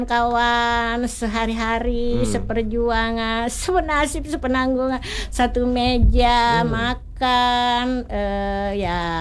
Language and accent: Indonesian; South Sulawesi, Indonesia